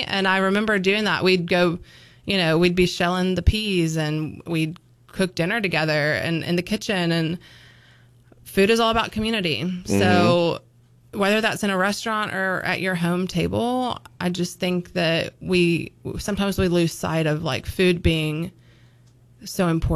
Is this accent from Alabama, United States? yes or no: yes; Birmingham, Alabama, United States; I grew up in Birmingham, and my grandma is from a really small town called Grove Hill, and it's in South Alabama, and we used to go there every summer